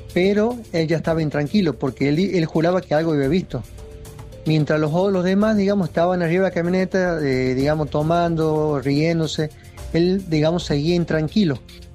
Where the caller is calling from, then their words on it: Tucumán, Argentina; de Tucumán.